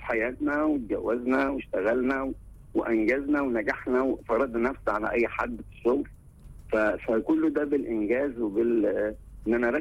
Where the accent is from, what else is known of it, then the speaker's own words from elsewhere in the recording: Aswan, Aswan Governorate, Egypt; أنا من الصعيد من أسوان.